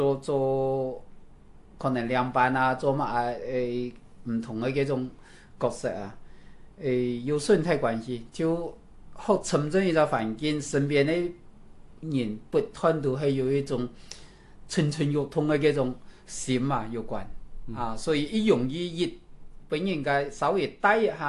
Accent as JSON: {"language": "Cantonese", "region": "Guangdong", "country": "China", "said": "两个班都会只有我一个广东人。"}